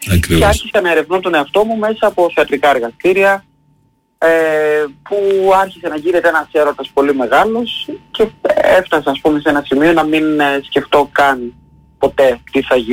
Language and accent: Greek; Crete, Greece; γιατί εγώ μεγάλωσα εδώ, στην Κρήτη.